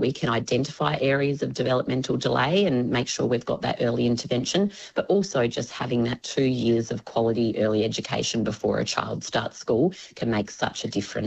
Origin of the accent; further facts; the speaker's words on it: Naracoorte, South Australia, Australia; coming from Narracourt myself, I know many families in my hometown